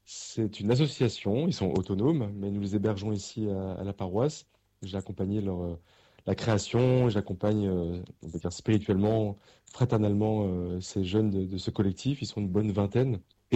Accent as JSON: {"language": "French", "town": "Paris", "region": "Île-de-France", "country": "France", "tie": "born or raised there", "said": "Alors moi, je viens d'une famille du sud-ouest. Et même si j'ai grandi à Paris, mais j'ai beaucoup de cousins dans le sud-ouest qui ont fait du rugby"}